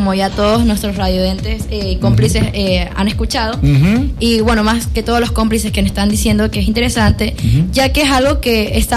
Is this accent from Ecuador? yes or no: yes; Ecuador